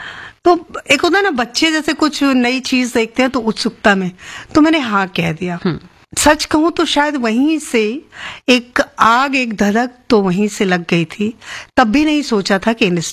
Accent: Bihar, India; बिहार बहुत दूर है, गया नवादा, नालंदा, राजगीर, मैं वहां से हूँ।

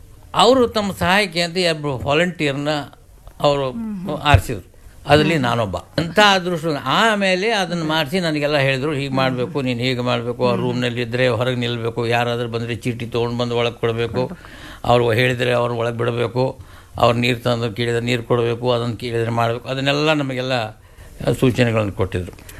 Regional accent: Hubballi, Karnataka, India; born there; ನಾನು ಹುಟ್ಟಿದ್ದು ಹುಬ್ಬಳ್ಳಿಯಲ್ಲಿ, ಆದರೆ ನಮ್ಮ ಮೂಲ ಊರು ಅಥವಾ ಹಳ್ಳಿ ಮರೇವಾಡ, ಧಾರವಾಡದಿಂದ ಒಂದು 6 ಮೈಲಿಗೆ ದೂರ ಅಲ್ಲಿ ಹಳ್ಳಿ ಇದೆ.

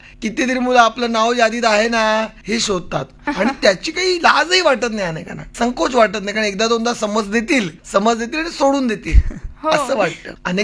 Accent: Aurangabad, Maharashtra, India; आमच्या शेजारी औरंगाबादला माझं बरंचसं बालपण गेलं औरंगाबादला

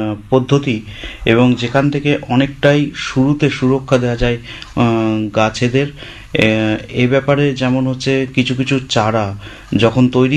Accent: West Bengal, India

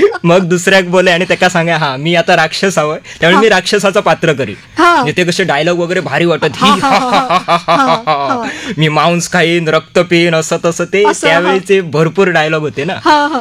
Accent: Matond, Maharashtra, India; accent: Malvani; मी Sindhudurg Vengurla मातोंड Sawantwada.

